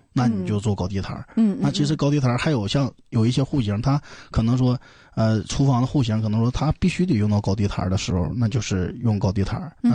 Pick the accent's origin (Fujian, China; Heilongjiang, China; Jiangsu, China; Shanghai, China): Heilongjiang, China; 我呀，我是黑龙江人。